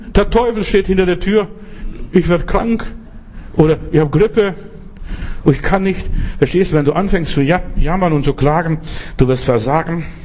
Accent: Klaipėda County, Lithuania; was ich im Schneesturm im Winter bei uns in Ostpreußen, also im Memeland, erlebt habe.

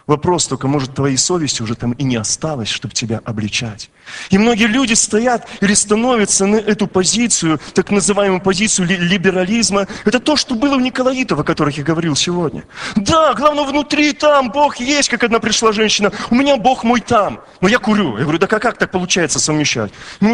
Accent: Belarus; Я рад тому, что я белорус, я живу здесь, на этой земле. Может быть, я не умею совсем чисто говорить на белорусской мове

